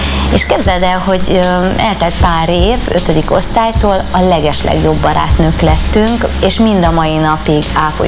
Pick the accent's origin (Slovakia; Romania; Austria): Romania; Székely Land; Hát igen, székely vagyok.